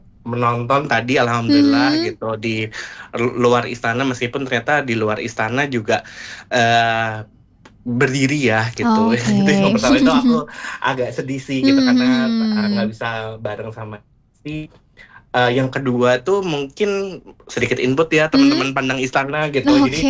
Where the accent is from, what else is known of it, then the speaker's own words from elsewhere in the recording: Java, Indonesia; kebetulan karena aku orang Jawa, dan aku suka banget pakai beskap karena terlihat elegan.